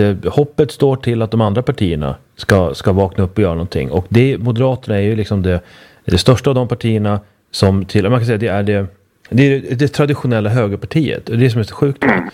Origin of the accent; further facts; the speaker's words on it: Uppsala, Uppsala County, Sweden; Jag själv, när jag var ung, växte upp i Eriksberg, som är grannstadsdelen till Flogsta.